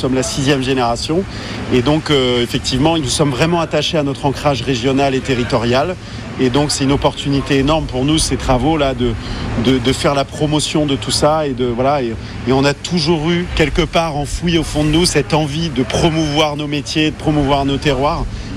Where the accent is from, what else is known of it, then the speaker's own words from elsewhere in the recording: Sens, Bourgogne-Franche-Comté, France; born there; Moi, je suis né à Sens, dans Lyon.